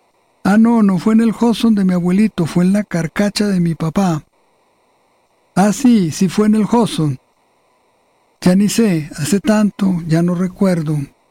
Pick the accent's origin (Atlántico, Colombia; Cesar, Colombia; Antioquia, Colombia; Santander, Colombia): Antioquia, Colombia; Medellín; born there; sala de la casa de la calle del Perú de la ciudad de Medellín, capital de Antioquia. En la casa en donde yo nací